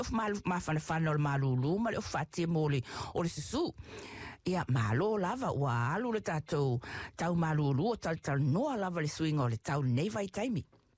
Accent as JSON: {"language": "English", "country": "Samoa", "tie": "born or raised there", "moved": "yes", "said": "I grew up in Samoa, and we had 2AB, our one radio station"}